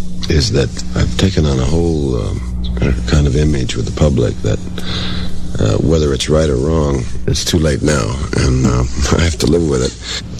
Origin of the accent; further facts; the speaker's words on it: Florida, United States; also born or lived in Georgia, United States; I was born in Georgia, raised in Florida. And I really and truly love country music.